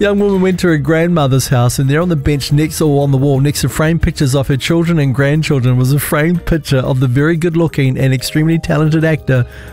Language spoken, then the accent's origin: English; Auckland, New Zealand; There was this kid I grew up with in East Tāmaki, just down the road from where I lived.